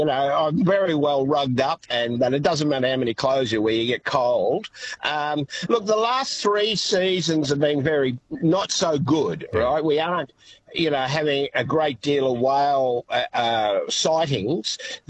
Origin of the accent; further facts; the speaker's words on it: Warrnambool, Victoria, Australia; moved away as an adult; also born or lived in Cooktown, Queensland; I was born in Warrnambool and I left for about 30 years and I lived up near a place called Cooktown in Queensland. And then I moved back for my father's 80th birthday in 2001.